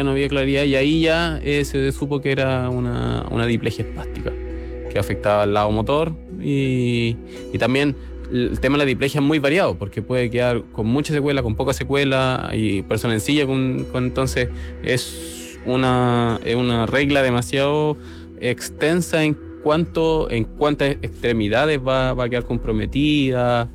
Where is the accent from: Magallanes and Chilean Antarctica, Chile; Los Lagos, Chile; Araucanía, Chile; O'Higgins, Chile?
O'Higgins, Chile; Rengo; yo vengo de Rengo, allá no hay muchos centros médicos, ni mucho menos. Yo tuve que venir constantemente de Rengo a Santiago, Santiago a Rengo. Mi infancia se pasó en eso.